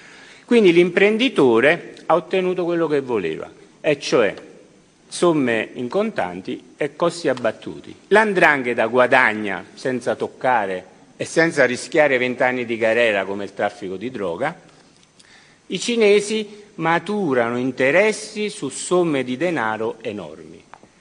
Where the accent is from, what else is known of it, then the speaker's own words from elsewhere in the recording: Naples, Campania, Italy; io sono napoletano